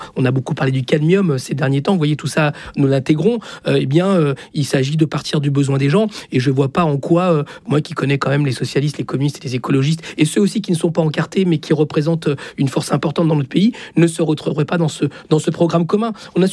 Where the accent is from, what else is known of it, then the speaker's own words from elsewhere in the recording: Chile; now in France; Je viens du Chili, je suis fils d'exilé politique, que je suis en France parce que l'extrême droite a pris le pouvoir de la pire des manières